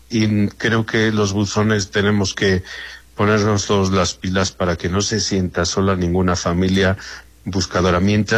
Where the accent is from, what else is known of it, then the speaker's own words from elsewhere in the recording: Mexico; Y ahora vendrá el día del grito, y todos somos eufóricos y todos somos mexicanos